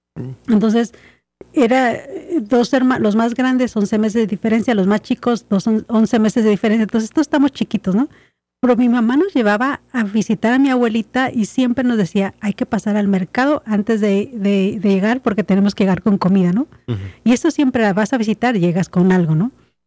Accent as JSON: {"language": "Spanish", "country": "Mexico", "said": "Y yo, como buena mexicana, digo, pues, burritos y tamales."}